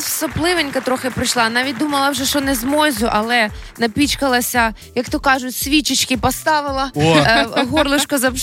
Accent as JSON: {"language": "Ukrainian", "town": "Chervonohrad", "region": "Lviv Oblast", "country": "Ukraine", "tie": "born or raised there", "said": "Слухай, ну я з Червонограда. Я не з того модного зараз Шептицький, да? Я з Черіка."}